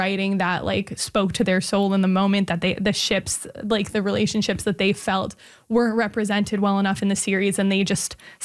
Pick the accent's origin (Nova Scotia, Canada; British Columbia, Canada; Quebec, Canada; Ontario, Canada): Quebec, Canada; Montreal; to my hometown.